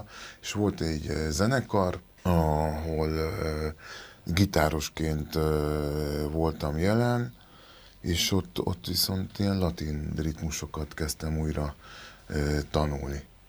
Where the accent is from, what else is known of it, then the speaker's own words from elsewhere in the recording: Hungary; born there; first language Spanish; Hungarian is a second language; also born or lived in Barcelona, Spain / Uruguay; én Magyarországon nőttem fel